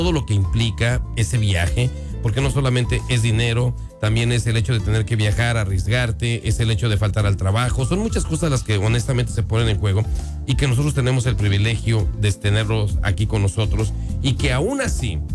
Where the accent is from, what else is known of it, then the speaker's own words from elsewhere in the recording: Mexico; al igual que nosotros como mexicanos, que son esenciales para nosotros